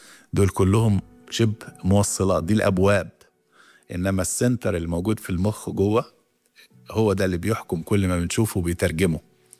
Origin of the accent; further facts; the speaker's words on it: Egypt; أنا كمصري أحب الشعب الإماراتي مثلا